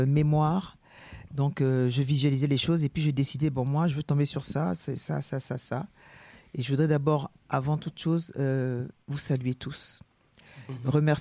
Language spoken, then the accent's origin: French; Toumodi, Lacs, Côte d’Ivoire; also born or lived in Paris; D'abord, je suis née à Paris. Après, j'ai grandi petite princesse à Toumoudi. Je suis une petite villageoise.